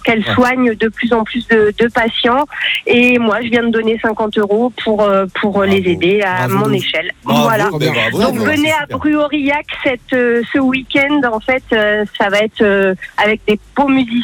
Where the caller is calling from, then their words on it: Hyères, Provence-Alpes-Côte d'Azur, France; j'habite à Hyères, dans le Var.